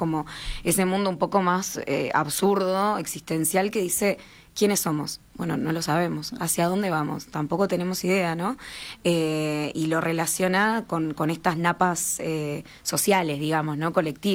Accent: Uruguay; a nosotros como uruguayos, uruguayas

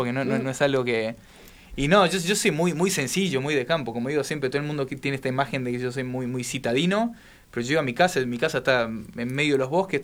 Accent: Argentina; moved away; also born or lived in United States; yo crecí muy cómodo, digamos, en Argentina

